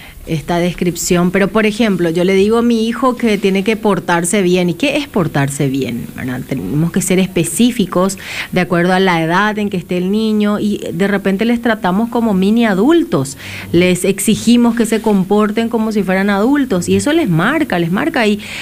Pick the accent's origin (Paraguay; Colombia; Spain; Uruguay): Paraguay; Nosotros tenemos como paraguayos una cultura muy linda, ¿verdad?